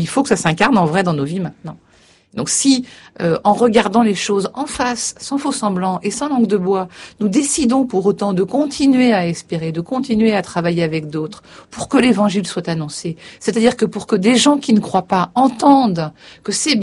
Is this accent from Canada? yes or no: no; France; je suis française au XXIe siècle, dominicaine certes